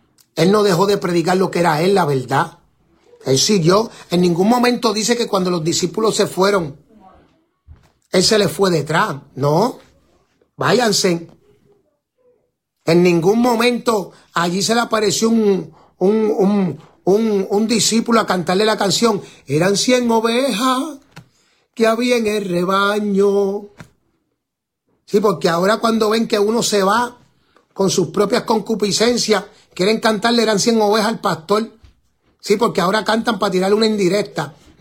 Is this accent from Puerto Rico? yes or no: yes; Carolina, Puerto Rico; Yo soy de Carolina, papá.